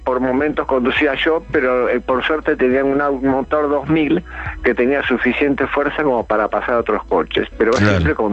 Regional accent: Almagro, Buenos Aires, Argentina

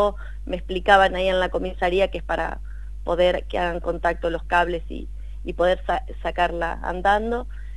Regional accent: General Villegas, Buenos Aires Province, Argentina; yo soy nacida y criada en Villegas. La verdad que amo y elijo vivir en mi ciudad.

